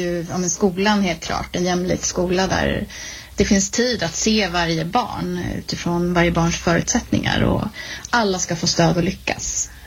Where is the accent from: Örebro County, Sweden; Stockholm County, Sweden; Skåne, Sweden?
Stockholm County, Sweden; Älta; men jag är uppvuxen i Älta också, så att jag har bott i lite olika delar av Nacka.